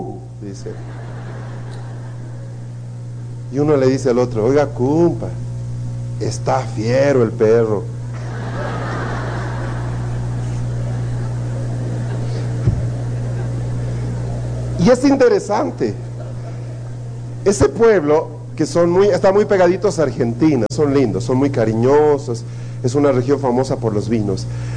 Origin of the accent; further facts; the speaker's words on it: Bolivia; en mi país hay lugares donde la gente habla más o menos así. Habla muy lentito y cantado.